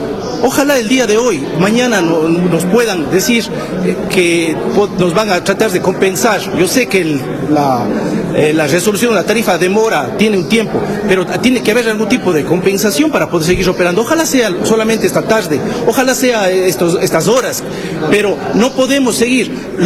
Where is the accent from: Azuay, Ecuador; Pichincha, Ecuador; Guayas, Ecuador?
Azuay, Ecuador; Cuenca; Con la única idea de que los que somos cuencanos brindar, como muchos reconocen, el mejor servicio hacia nuestra ciudad.